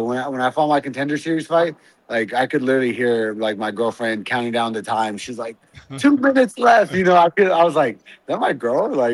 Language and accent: English; Houston, Texas, United States; Born and raised in Houston, Texas.